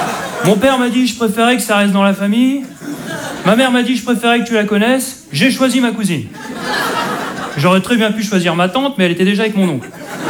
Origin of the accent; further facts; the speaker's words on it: Hauts-de-France, France; je suis un ch'ti. Alors je sais, au premier coup d'œil, ça se voit pas tout de suite, mais il y a toujours un parmésien pour me dire « C'est marrant … t'es un ch'ti et t'as pas d'accent. »